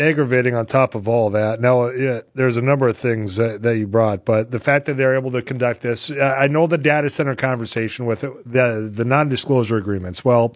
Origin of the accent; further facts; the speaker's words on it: Leeds, North Dakota, United States; the townships met in Leeds, my hometown, to discuss a variety of things